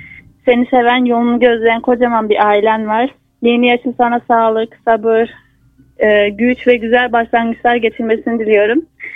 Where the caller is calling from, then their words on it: Ceyhan, Adana, Turkey; Adana Ceyhan'dan arıyorum